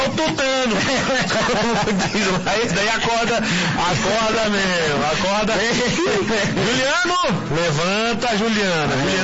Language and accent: Portuguese; Mato Grosso do Sul, Brazil; moved away; É, minha terra.